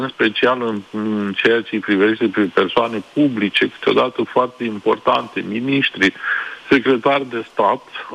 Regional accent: Iași, Iași County, Romania; ca ieșean născut și crescut, este și o bună oportunitate să vizitezi Iași.

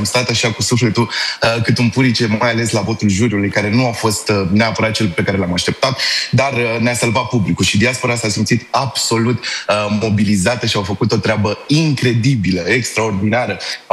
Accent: Romania; Din România.

